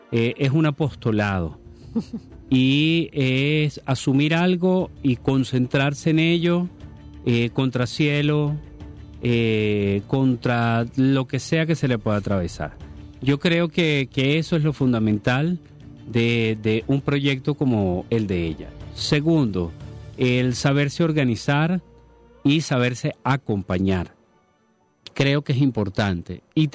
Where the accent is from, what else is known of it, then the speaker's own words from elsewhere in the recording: Ciudad Bolívar, Bolívar, Venezuela; born there; mi familia materna es de Ciudad Bolívar, yo soy de Ciudad Bolívar, nací allá, somos paisanos